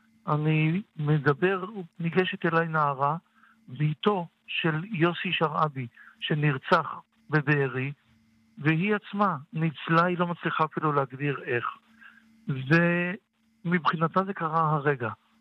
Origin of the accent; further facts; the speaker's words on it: Tel Aviv, Tel Aviv District, Israel; מוצא יום כיפור כאב לי, אני יליד תל אביב, ולשמוע את שאי אפשר יהיה להתפלל תפילת נעילה בחיכר דיזינגוף, כאב לי מאוד